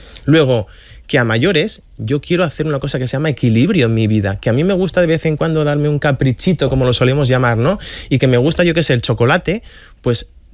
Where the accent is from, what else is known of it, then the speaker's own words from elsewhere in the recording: Asturias, Spain; now in Valencia, Spain; Yo llegué hace 9 años a Valencia y esa es una guerra perdida.